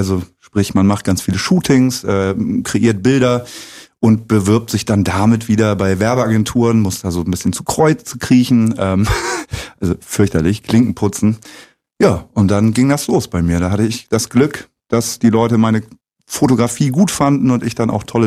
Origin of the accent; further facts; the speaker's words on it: Lower Saxony, Germany; now in Zeuthen, Germany; Genau, bei Bremen.